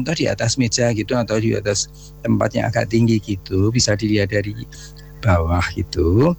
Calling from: Sleman, Special Region of Yogyakarta, Indonesia; saya dari Pak … di Sleman.

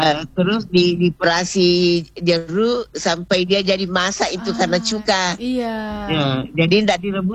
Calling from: Palopo, South Sulawesi, Indonesia; Daerah asal saya itu kan juga dari Palopo itu, Mori.

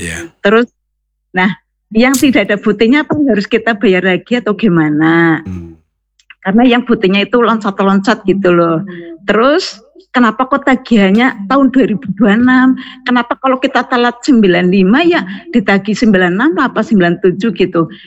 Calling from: Baturraden, Central Java, Indonesia; di desa saya Batu Raden

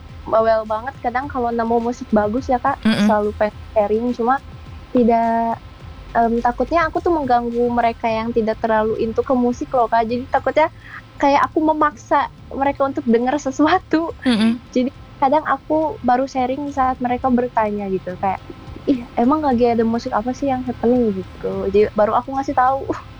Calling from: Ciamis, West Java, Indonesia; Aku dari Ciamis Kak

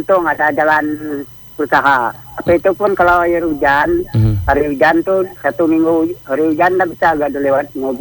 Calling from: West Kalimantan, Indonesia; Di Tunggulu ini hanya dusun kami yang belum ada PLN, penerangan nih.

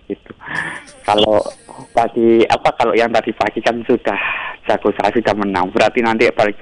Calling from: Surabaya, East Java, Indonesia; Iya, saya ini dari Surabaya.

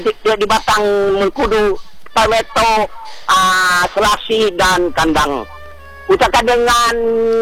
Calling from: Indonesia; kita Melayu Indonesia

